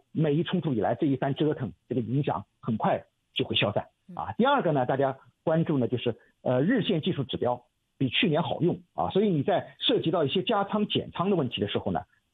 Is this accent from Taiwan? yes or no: no; China; 我们中国人